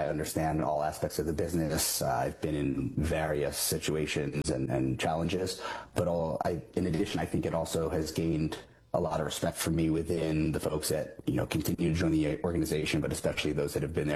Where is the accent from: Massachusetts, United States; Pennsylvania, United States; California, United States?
Pennsylvania, United States; Lower Merion; From right outside of Philadelphia, Pennsylvania, Lower Merion. I am an only child, which makes me the first, middle, and last.